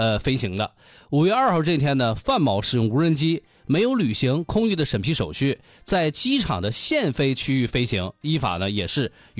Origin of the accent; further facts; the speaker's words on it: Dalian, Liaoning, China; 作为大连人